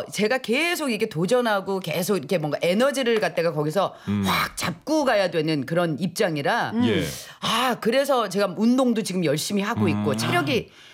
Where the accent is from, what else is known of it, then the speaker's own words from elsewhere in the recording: Jeolla, South Korea; 저는 전라도 사람인데 경상도 사투리를 쓰는 거에 있어서 두려움이 생겨서